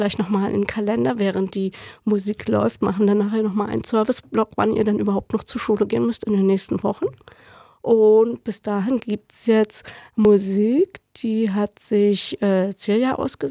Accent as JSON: {"language": "German", "region": "East Germany", "country": "Germany", "tie": "born or raised there", "said": "da, wo ich aufgewachsen bin, in der DDR, da kannte man den Muttertag überhaupt nicht"}